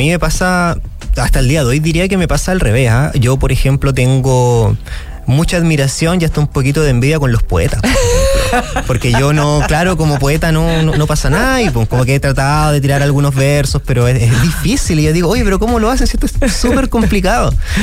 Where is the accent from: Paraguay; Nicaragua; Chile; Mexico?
Chile; Antofagasta; Yo soy antofagastino, nacido y criado acá